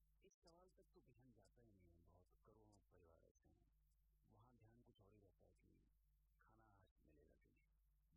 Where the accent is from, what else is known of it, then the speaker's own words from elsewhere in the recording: Delhi, India; मैं दिल्ली में पैदा हुआ, पला बड़ा वहीं पर